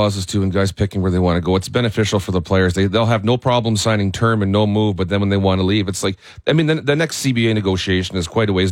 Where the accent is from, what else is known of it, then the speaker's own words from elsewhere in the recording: Manitoba, Canada; I'm from Manitoba.